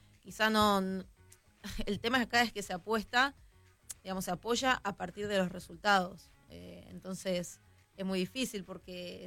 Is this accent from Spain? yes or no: no; Argentina